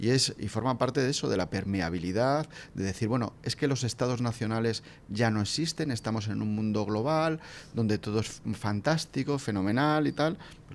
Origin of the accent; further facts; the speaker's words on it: Madrid, Community of Madrid, Spain; Yo también he vivido mi niñez en Madrid y he visto los cambios que ha habido desde el punto de vista de la inmigración, porque mis abuelos eran del barrio de Ventas